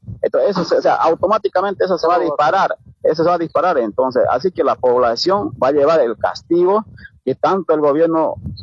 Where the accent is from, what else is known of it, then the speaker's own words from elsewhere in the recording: Bolivia; no somos seres de otro lugar ni de otros países, somos de Bolivia mismo y del pueblo mismo